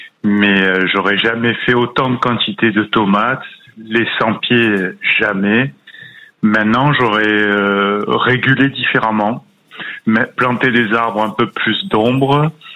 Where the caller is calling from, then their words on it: Marseille, Provence-Alpes-Côte d'Azur, France; À Marseille, directement.